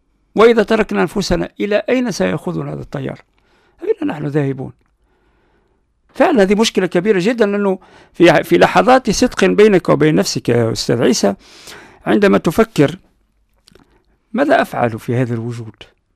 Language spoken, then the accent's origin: Arabic; Guellala, Medenine, Tunisia; born or raised there; first language Amazigh (Berber); Arabic is a second language